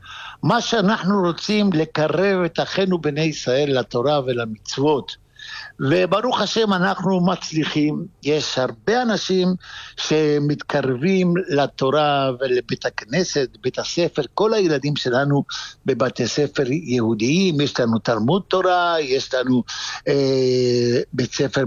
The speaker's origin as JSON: {"language": "Hebrew", "town": "Tangier", "region": "Tanger-Tetouan-Al Hoceima", "country": "Morocco", "tie": "born or raised there", "lives_now": "Israel", "said": "יפה, אני גדלתי בטנג'יר, זו הייתה עיר בינלאומית."}